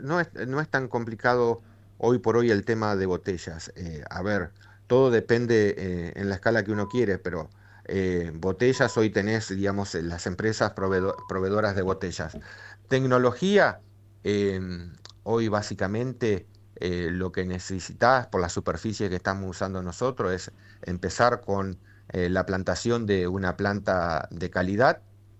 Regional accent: Germany; como buen alemán cabeza dura, lo quiero.

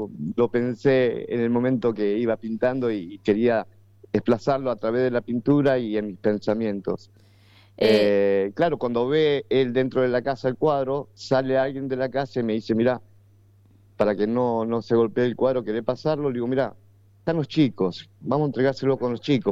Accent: Roldán, Santa Fe, Argentina; yo soy de la ciudad de Roldán.

